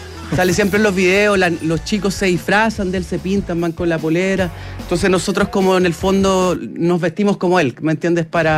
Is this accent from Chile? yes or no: yes; San Carlos, Ñuble, Chile; Sí, tiene que ver con la longaniza, es que nosotros somos de San Carlos, ¿cachai?